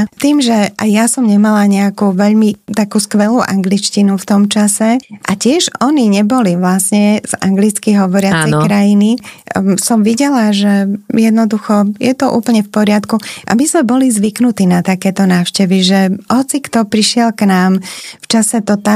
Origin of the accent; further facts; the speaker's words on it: Bratislava, Bratislava Region, Slovakia; ja som bola doma v Bratislave.